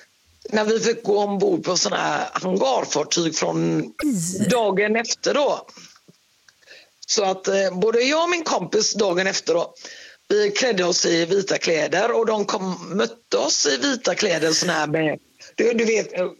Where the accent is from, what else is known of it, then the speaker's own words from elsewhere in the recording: Sweden; när vi kom hem till Sverige